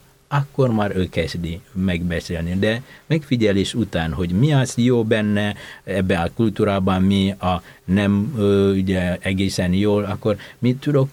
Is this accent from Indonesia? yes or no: yes; Indonesia; Hungarian is a second language; Mondjunk például az én kultúrámban, amikor ugye Indonéziából származom, oda érkeztek a misionárisok